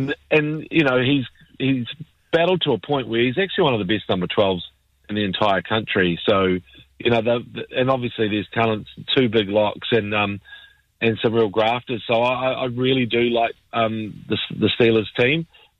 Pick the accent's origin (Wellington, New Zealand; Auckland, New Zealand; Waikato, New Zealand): Waikato, New Zealand; Because, you know, I'm from the Waikato and we've had some great Shield tenures.